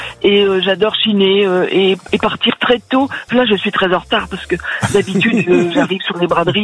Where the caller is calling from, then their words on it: Hauts-de-France, France; Je suis dans le Nord.